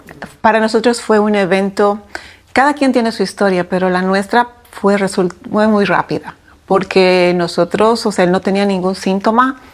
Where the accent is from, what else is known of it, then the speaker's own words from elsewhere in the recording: Bolivia; moved away as an adult; now in Dominican Republic; Soy boliviana de origen y ya muchos años acá.